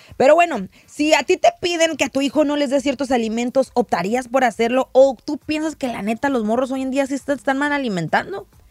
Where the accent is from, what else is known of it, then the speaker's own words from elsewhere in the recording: Mexico; Tú y yo somos mexicanos, güey. Estamos acostumbrados a pan.